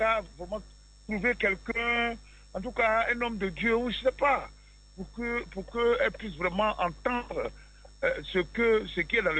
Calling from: Abidjan, Côte d’Ivoire; Oui, j'appelle d'Abidjan.

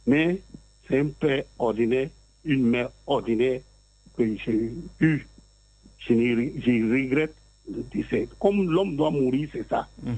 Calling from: Abidjan, Côte d’Ivoire; J'appelle lors des deux plateaux.

